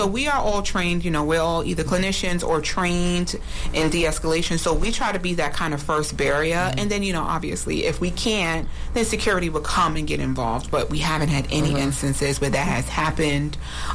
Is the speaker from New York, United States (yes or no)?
yes; Brooklyn, New York, United States; you know, I'm from Brooklyn.